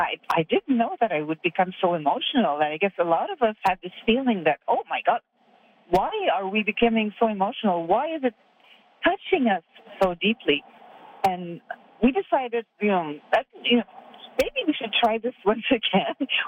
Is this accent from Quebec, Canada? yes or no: yes; Quebec, Canada; From Quebec, from Canada.